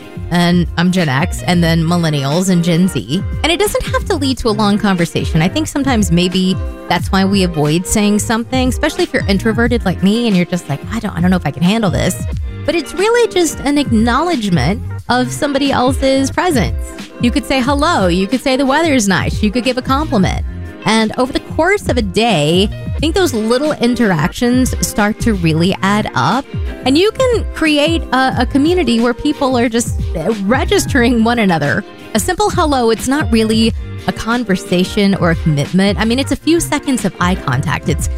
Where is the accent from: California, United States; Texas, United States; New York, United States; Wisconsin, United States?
Texas, United States; And granted, I grew up in Texas, but I think it's actually more generational than regional.